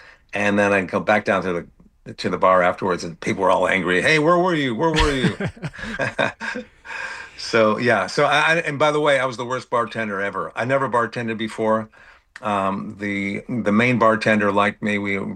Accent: Bridgeport, Connecticut, United States; moved away as an adult; I grew up in Connecticut, Bridgeport, Connecticut. So I'm an East Coast guy.

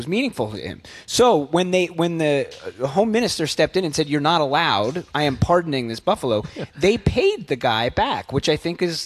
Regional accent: Pennsylvania, United States; I'm from Pennsylvania.

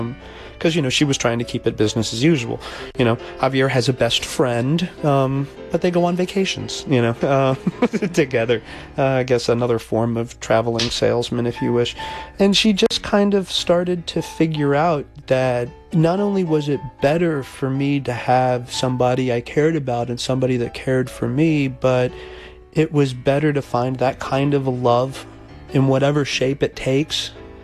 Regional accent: Miami, Florida, United States; Growing up in Miami, especially if you're Hispanic, you straddle two different cultures. You're as equally into … as you are

